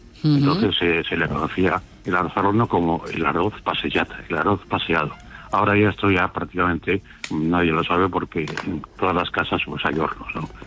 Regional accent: Valencian Community, Spain; Porque yo soy valenciano también.

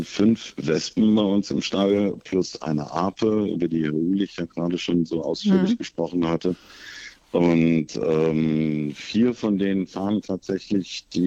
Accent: North Rhine-Westphalia, Germany; born or raised there

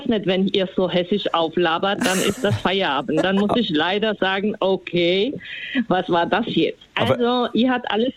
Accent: Slovakia; German is a second language; now in Germany; ich komme ursprünglich aus der ehemaligen Tschechoslowakei. Jetzt ist das die Slowakei.

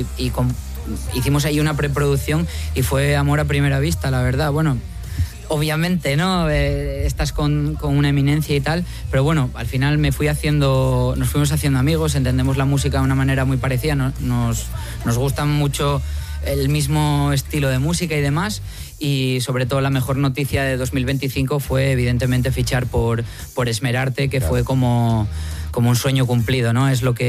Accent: Asturias, Spain; Somos dos de Avilés, uno de Cudillero y otro de Gijón.

